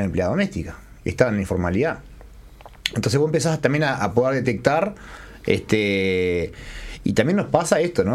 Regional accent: Uruguay; nosotros como los uruguayos

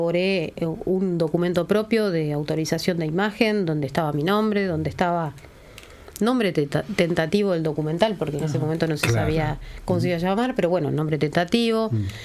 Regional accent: Argentina; born there; Yo me crié en el exilio con mi hermana. De hecho, nací en Argentina yo, ella nació en Suecia.

